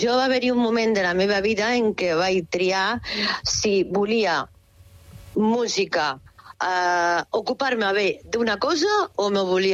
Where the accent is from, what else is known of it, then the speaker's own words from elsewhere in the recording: Úbeda, Andalusia, Spain; accent: Empordà; Amb portanesa, però és que a més sóc d'Úbeda, eh?